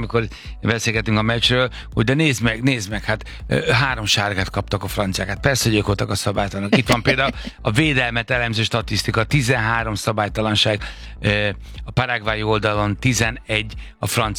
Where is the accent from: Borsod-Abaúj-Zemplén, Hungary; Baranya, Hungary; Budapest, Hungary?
Budapest, Hungary; Én a kilátótéren nőttem fel, meg Zuglóban, ilyet ott sem csinálunk.